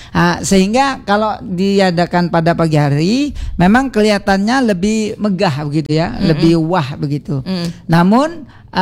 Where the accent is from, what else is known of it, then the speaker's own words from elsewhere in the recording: Kenanga, Indonesia; Jadi karena saya ini asli Kenanga, sudah mengikuti kepanitiaan sudah begitu lama ya, Mbak Reta ya.